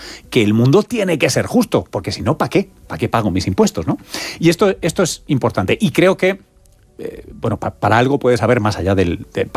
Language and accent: Spanish; Tomelloso, Castilla-La Mancha, Spain; El de mi padre. Sí. El de mi padre, mi familia. … de Tomelloso.